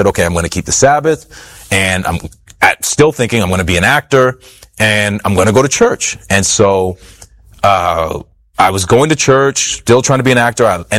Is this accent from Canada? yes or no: yes; Halifax, Nova Scotia, Canada; born or raised there